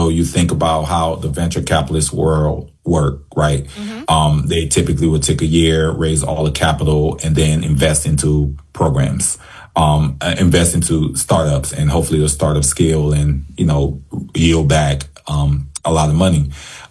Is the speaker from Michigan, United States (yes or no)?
yes; Detroit, Michigan, United States; I remember when I was growing up in Detroit, we didn't turn to guns, right?